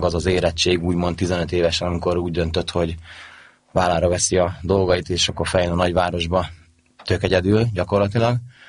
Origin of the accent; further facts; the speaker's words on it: Tiszaújváros, Borsod-Abaúj-Zemplén, Hungary; Igazából láttam, mert ugye én Tiszaújvárosban nőttem fel, meg ott voltam edző